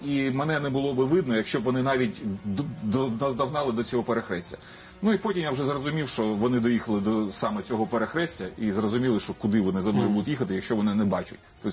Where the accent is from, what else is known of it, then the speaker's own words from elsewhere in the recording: Crimea, Ukraine; now in Kyiv, Ukraine; І інше місце, яке просто зриває дах, це Тарханкут. Ми з Тарханкут.